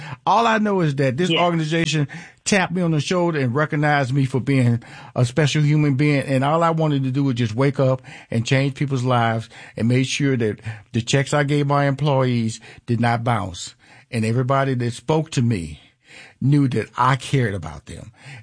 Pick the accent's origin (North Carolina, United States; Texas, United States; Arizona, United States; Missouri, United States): Texas, United States; Houston; So I'm originally from Houston, Texas